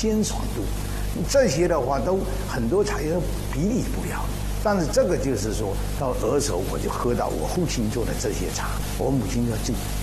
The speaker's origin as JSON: {"language": "Chinese", "town": "Fuzhou", "region": "Fujian", "country": "China", "tie": "born or raised there", "said": "从小我们就在这里长大，而且的话，我们福州的茉莉花的话，当时小时候我记得，我们这个计划经济的时候，我们小学读书的时候就一放学就要去采花"}